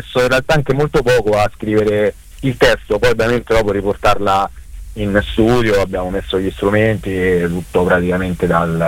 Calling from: Civita Castellana, Lazio, Italy

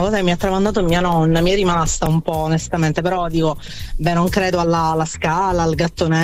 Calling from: Palermo, Sicily, Italy; Lavoro a Palermo, sì, vabbè, vivo ad Altavilla Milicia, però sono palermitana.

